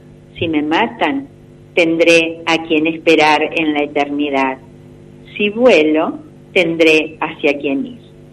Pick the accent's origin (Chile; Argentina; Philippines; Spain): Argentina; Nelson, Santa Fe; fiestas patronales de Nelson, mi pueblo, que es desde donde me estoy comunicando.